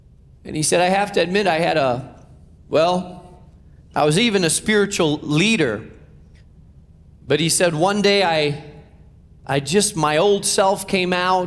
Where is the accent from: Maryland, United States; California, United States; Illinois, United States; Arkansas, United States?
Illinois, United States; Chicago; we're from Chicago